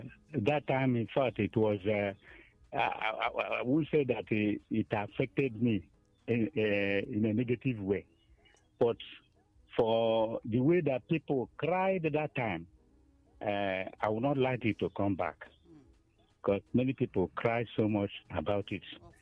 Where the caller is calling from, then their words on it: Enugu, Enugu State, Nigeria; calling from Enugu